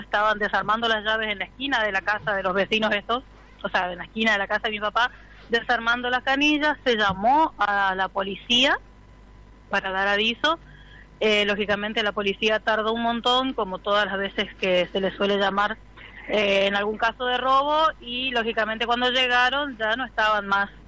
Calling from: Barranqueras, Chaco, Argentina; yo estoy vivo en Barranquera

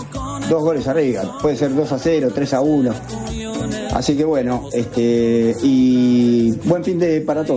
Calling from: Buenos Aires, Argentina; de Floresta

